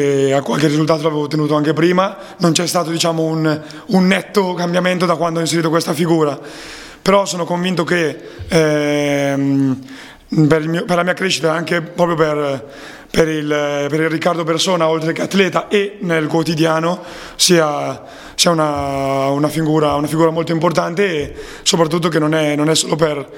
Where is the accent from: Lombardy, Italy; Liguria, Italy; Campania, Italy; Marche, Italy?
Lombardy, Italy; Piadena; io allora sono assolutamente cremonese, sono di Piadena e sono veramente molto molto legato al mio territorio